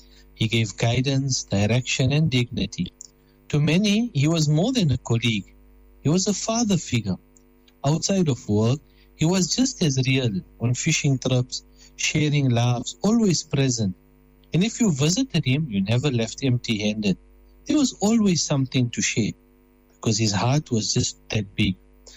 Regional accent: South Africa; now in Blackburn, United Kingdom; I'm formerly from South Africa.

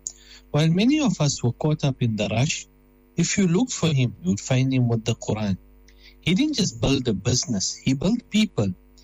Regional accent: South Africa; now in Blackburn, United Kingdom; I'm formerly from South Africa.

